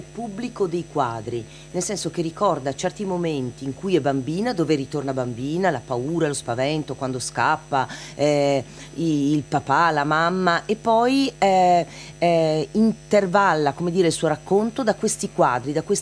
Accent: Laghetti, Trentino-Alto Adige, Italy; Io vengo dall'Alto Adige, un paesino in provincia di Bolzano, laghetti di Egna

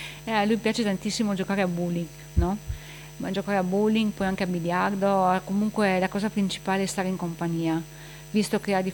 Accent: Opicina, Friuli-Venezia Giulia, Italy; sono di Opicina

